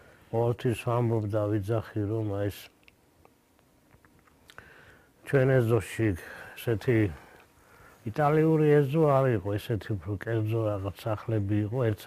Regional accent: Tbilisi, Georgia; მე დავიბადე და გავიზარდე. აი ესეთი ადგილი იყო, თბილისში, სვანეთსუბნის ქვედა ნაწილი, ეს არის ჩერქეზოვი. ასე ეძახდნენ მაშინ

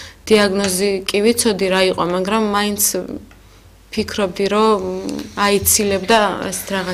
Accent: Abkhazia, Georgia; moved away as an adult; now in France; ჩვენ აფხაზეთიდან ვართ. იქ ცხოვრობდით, ძალიან ბედნიერი ცხოვრება გქონდა, მაგრამ სამწუხაროდ შეიცვალა ჩვენი ცხოვრება და 2021 წელს გავემგზავრეთ საფრანგეთში.

